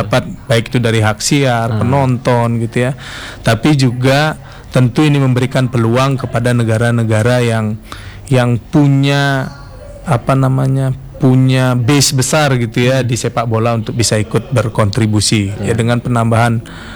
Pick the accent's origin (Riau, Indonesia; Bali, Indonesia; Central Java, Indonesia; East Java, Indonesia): Bali, Indonesia; Bangli; now in Singaraja, Indonesia; Karena kebetulan asal saya dari Bangli gitu.